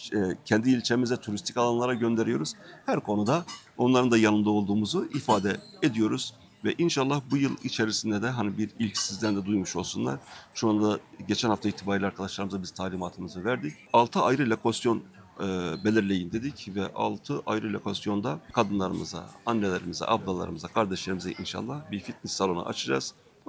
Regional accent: Şanlıurfa, Turkey; Ben Eyyubiye'de doğdum, Eyyubiye'de yetiştim.

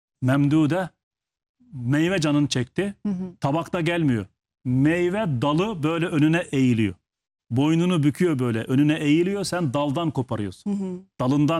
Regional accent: Burdur, Turkey; Burdurluyum ya.

